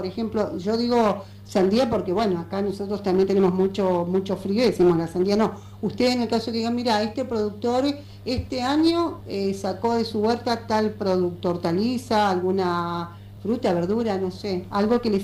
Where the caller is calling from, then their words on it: Perito Moreno, Santa Cruz, Argentina; de Perito Moreno los saluda